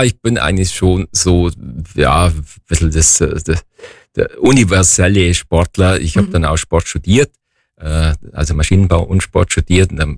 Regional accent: Wildpoldsried, Bavaria, Germany; also born or lived in Weiden; Ich war zwar zuerst ein paar Jahre in Weidna, weil meine Eltern Lehrer waren und auch versetzt wurden, wie das so üblich ist bei Lehrer. Das heißt, ich bin in Weidna geboren und die ersten Jahre in Weidna aufgewachsen und dann kamen wir wieder zurück. Mein Elternhaus war schon in Wildpolsried.

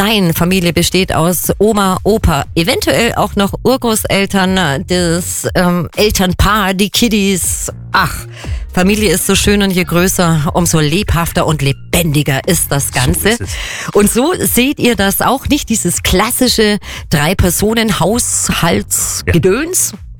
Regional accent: Kempten, Bavaria, Germany; Und Sie sagen mir das als gebürtige Kemptnerin.

